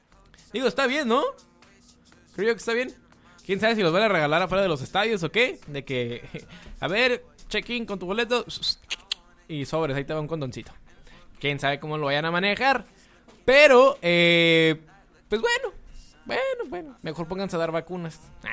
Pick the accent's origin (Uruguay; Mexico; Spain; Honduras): Mexico; no estamos exentos los mexicanos